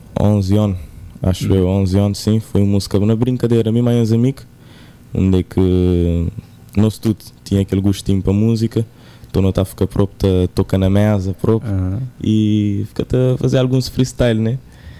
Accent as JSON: {"language": "Portuguese", "region": "Sal", "country": "Cape Verde", "tie": "born or raised there", "said": "Nunca nasci ali, nasci na São Sendo, mas criei toda a minha vida ali na sala. Então, considero a mim mesmo um salgadinho."}